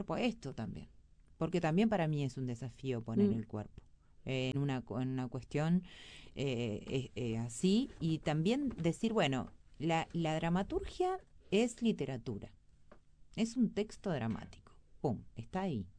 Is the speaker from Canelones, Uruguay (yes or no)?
no; Montevideo, Uruguay; yo me crié, en la Cruz de Carrasco, uh-huh. zona roja, uh-huh. un barrio sumamente humilde y que había absolutamente de todo.